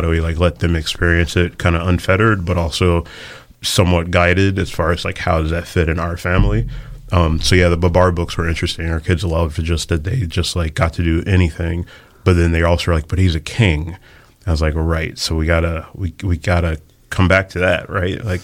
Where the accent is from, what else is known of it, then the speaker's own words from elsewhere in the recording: the Carolinas, United States; I'm black, my wife's white. We're both from the Carolinas.